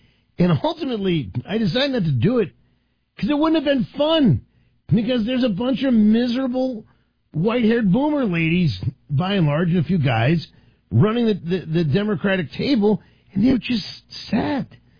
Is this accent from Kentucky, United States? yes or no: no; Washington, District of Columbia, United States; growing up in Washington, D.C., I saw a few people try their best to do a little bit of Indy driving.